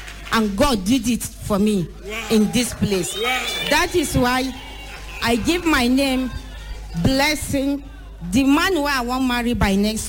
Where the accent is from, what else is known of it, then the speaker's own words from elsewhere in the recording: Kebbi State, Nigeria; I'm from Kebbi State.